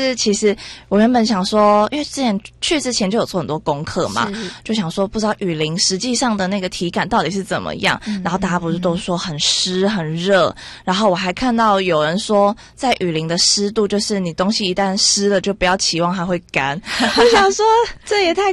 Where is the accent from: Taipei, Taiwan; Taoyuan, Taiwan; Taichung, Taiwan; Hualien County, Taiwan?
Taipei, Taiwan; 对，我是台北人。